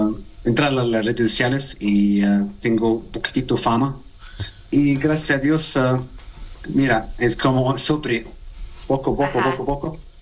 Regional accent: Saudi Arabia; Spanish is a second language; una persona normal, de la Arabia Saudita. Mi mamá tiene sangre italiana, mi papá es de la Arabia Saudita.

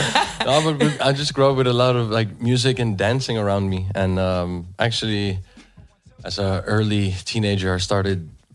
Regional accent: Copenhagen, Capital Region of Denmark, Denmark; I grew up with a big family in Denmark because I'm from the Philippines. And in the 70s, my whole family actually came here. So I was born in 89.

